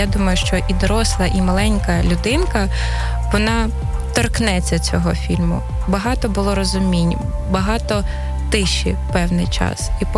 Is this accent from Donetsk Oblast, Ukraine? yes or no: yes; Donetsk, Donetsk Oblast, Ukraine; born there; moved away; я народилась в місті Донецьке